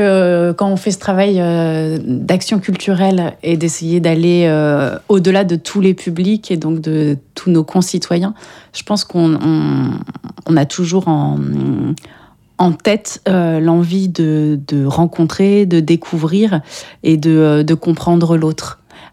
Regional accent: Orléans, Centre-Val de Loire, France; moved away; also born or lived in Lille; je suis d'Orléans. Mais la principale partie de mes études, je l'ai faite à Lille.

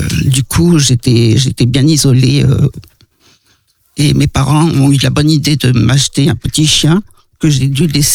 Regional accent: Madagascar; quand je dis que j'ai été élevé en Afrique ou à Madagascar, on me dit tout le temps que j'ai beaucoup de chance.

